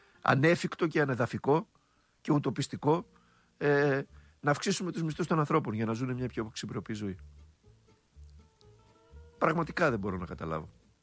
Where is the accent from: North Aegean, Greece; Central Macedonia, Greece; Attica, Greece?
Central Macedonia, Greece; Thessaloniki; Να ορίστε, τώρα θα σε βολέψει, Δάφνη … αμέσως, αφού είμαι Θεσσαλονικιός.